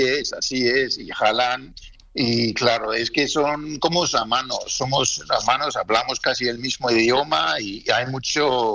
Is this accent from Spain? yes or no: yes; Spain; yo soy español, español, español, yo soy español